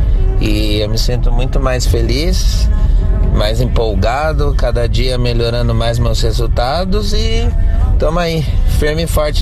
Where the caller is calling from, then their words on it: Mogi das Cruzes, São Paulo, Brazil; de Mogi das Cruzes.